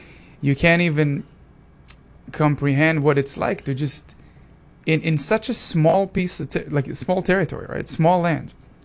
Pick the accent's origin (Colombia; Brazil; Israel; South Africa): Israel; now in United States; But it is an honor to be an Israeli-American, right? Share my love for both countries. I'm an Israeli. I'm an American.